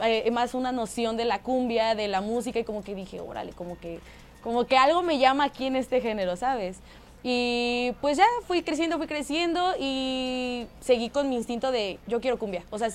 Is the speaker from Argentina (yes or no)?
no; Mexico City, Mexico; Soy de Ciudad de México.